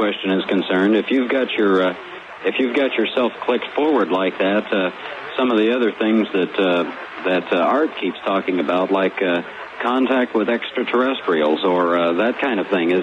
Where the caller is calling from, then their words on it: Kansas City, Missouri, United States; I'm calling from Kansas City